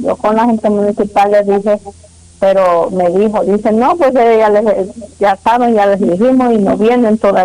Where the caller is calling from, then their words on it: Guanacastal, Mexico; De Guanacastal